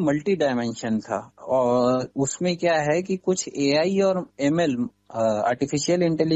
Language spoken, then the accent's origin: Hindi; Sakri, Chhattisgarh, India; मैं मूलतः बिलासपुर के सकरी का निवासी हूँ।